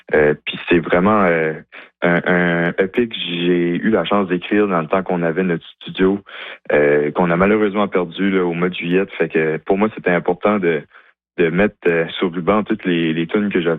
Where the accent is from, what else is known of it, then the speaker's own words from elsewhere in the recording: New Brunswick, Canada; moved away; Ça raconte l'histoire de la maison. Ça raconte, mettons, ma transition quand je suis parti du NB un peu plus.